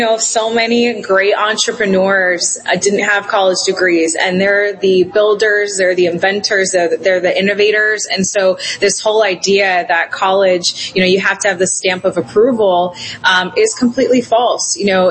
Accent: Illinois, United States; I'm from the Illinois area.

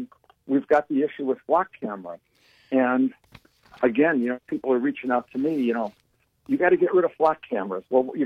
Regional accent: Parma, Ohio, United States; Well, that's needed because of I grew up in Parma.

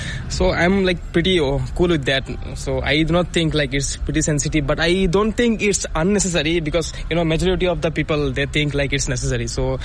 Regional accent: Guwahati, Assam, India; I'm here from Royal Awas, Guwahati.

